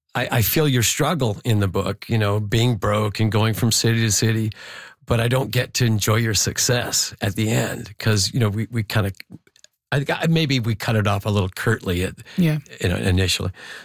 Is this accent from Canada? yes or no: yes; Regina, Saskatchewan, Canada; I'm from Regina, you know, no one from Regina is going to be able to break out of this town